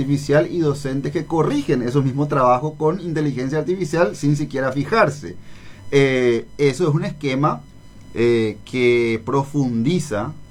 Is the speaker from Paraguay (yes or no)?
yes; Paraguay; Nosotros también somos paraguayos.